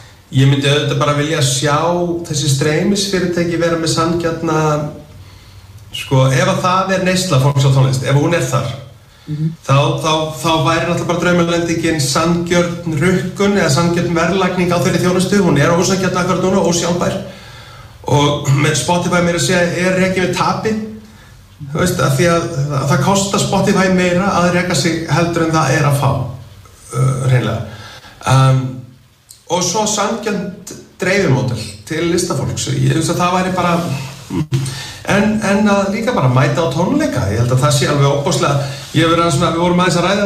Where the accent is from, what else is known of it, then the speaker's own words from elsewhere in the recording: Northwestern Region, Iceland; Ég man eftir túnunum í Skagafirði, þegar ég ólst upp í Skagafirði